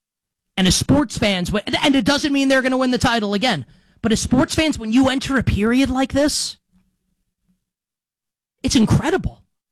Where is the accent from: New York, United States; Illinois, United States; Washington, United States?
New York, United States; New York beats Philly, and you know as a New Yorker, I absolutely love it.